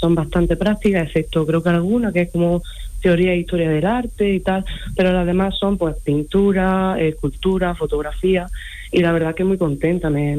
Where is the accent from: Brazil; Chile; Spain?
Spain; Huéscar, Andalusia; No, yo soy de un pueblo que se llama Huéscar, que está como cerca de Baza y está aquí en Granada.